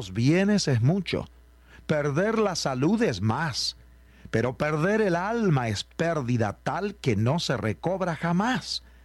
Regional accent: Argentina; cuando yo era niño en la República Argentina

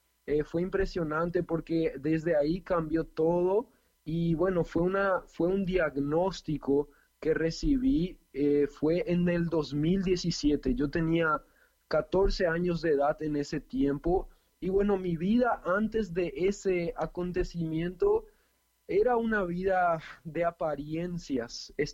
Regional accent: Paraguay; born there; estamos viviendo acá en Paraguay, y tengo dos hermanitas también, una hermana que nació acá en Paraguay, yo nací en Paraguay también, y la más pequeña nació hace casi un año también acá en Paraguay.

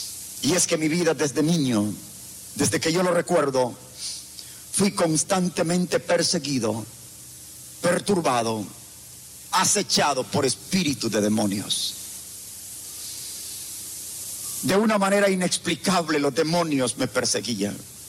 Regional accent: Ciudad Barrios, San Miguel, El Salvador; born there; Nací en Ciudad Barrios, en San Miguel, El Salvador. Dios me dio el privilegio de nacer en una hermosa familia.

